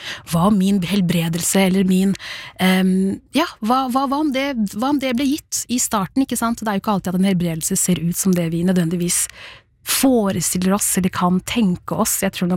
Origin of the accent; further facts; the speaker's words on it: Rakkestad, Østfold, Norway; also born or lived in Sierra Leone; now in Oslo, Norway; da jeg var tre år gammel, så ble jeg hentet fra Sierra Leone til Norge, og bodde da der i Rakkestad kommune, fra jeg var tre år til 12 år gammel. Da flyttet vi til Oslo.